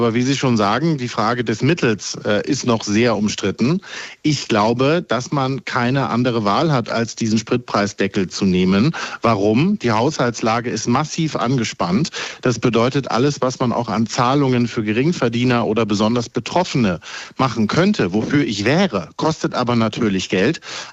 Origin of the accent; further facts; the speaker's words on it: Bavaria, Germany; bin ja aus Bayern, nicht aus Hessen